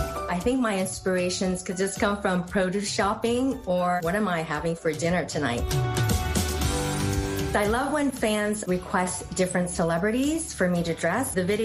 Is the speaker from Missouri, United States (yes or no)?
no; California, United States